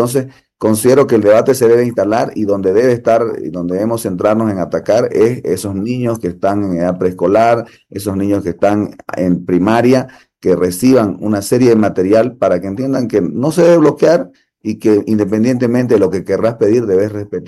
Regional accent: Bolivia

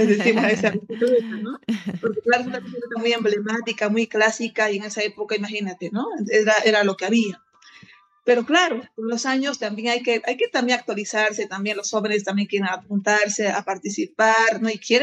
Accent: Bolivia; como bolivianos que somos, siempre a última semana, a última hora

